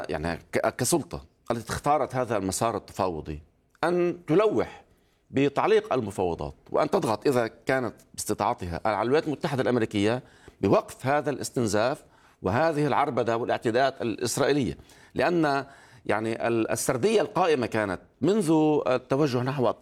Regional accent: Lebanon; كلبنانيين

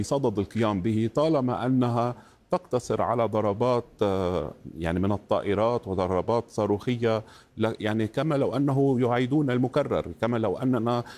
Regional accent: Lebanon; وخاصة أني آتي من لبنان ونحن نعيش في ظل حروب مستمرة

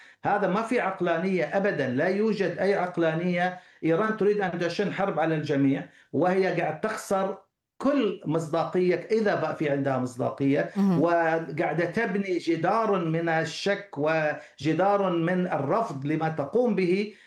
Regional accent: Kuwait; خاصة عندنا في الكويت

